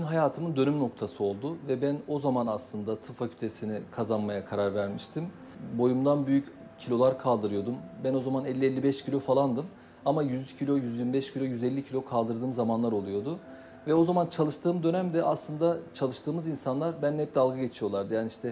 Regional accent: Gaziantep, Turkey; Gaziantep'te yaz tatillerinde genelde erkek çocuklar evde oturtulmaz ve bir yerlerde çalışmaya verilir. Benim de çocukluğum aslında öyle geçti.

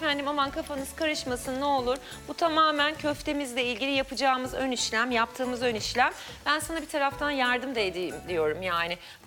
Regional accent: Aydın, Turkey; Benim memleketimin narları da verir o ekşi tadı. Ne? Aydın'da.

